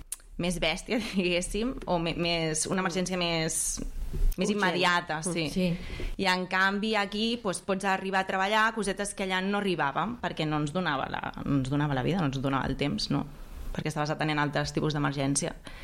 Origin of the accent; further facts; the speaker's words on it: Catalonia, Spain; però clar, jo vinc del Baix Llobregat, i és bastant diferent que aquí.